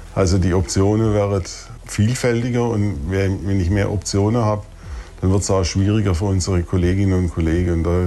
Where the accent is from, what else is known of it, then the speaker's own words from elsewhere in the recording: Baden-Württemberg, Germany; Landschaftlich ist es genauso schön wie bei mir im Schwarzwald. Ich komme ja aus dem Schwarzwald und ich würde auch die Nähe zu Frankreich vermissen.